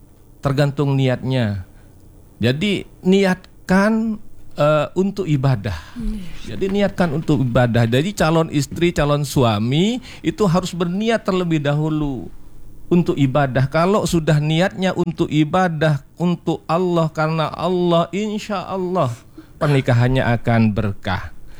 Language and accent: Indonesian; East Java, Indonesia; Ya, kalau bisa bahasa Indonesia, saya juga orang Madura ini agak repotan juga memahami.